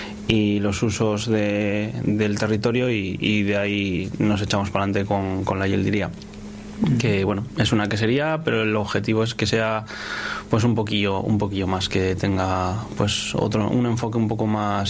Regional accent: Torrelavega, Cantabria, Spain; yo soy de Dualez, de un barrio de Torlavega, que está prácticamente dentro de la Isniace, o sea que te puedes imaginar cuál es el olor de mi infancia, esa papelera del Besaya.

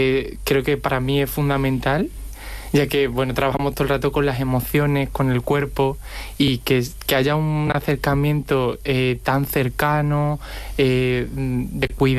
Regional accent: Extremadura, Spain; moved away; como vengo de un entorno rural, o sea, vengo de Extremadura

